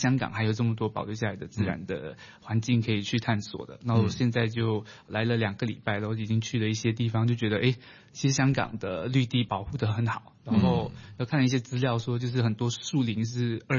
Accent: Malaysia; 我是来自马来西亚的

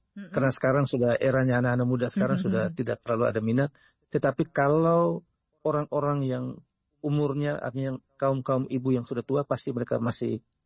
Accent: East Nusa Tenggara, Indonesia; Ini ciri khas untuk kami orang Nagekeo

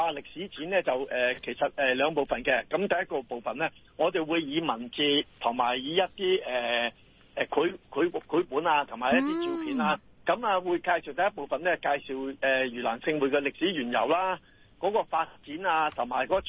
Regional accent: Chaozhou, Guangdong, China; 其實我哋潮州人，我哋去拜神，我哋求神咧。

